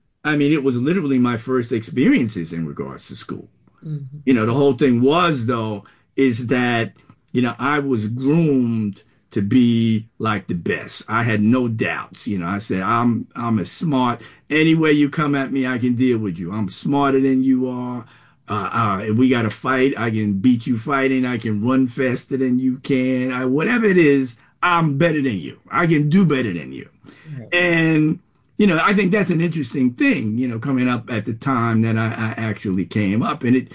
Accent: New York City, New York, United States; Myself, growing up in the Bronx

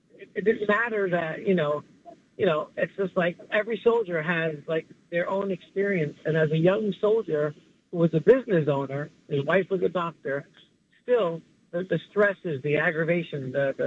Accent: New York City, New York, United States; it's like I grew up in the Bronx

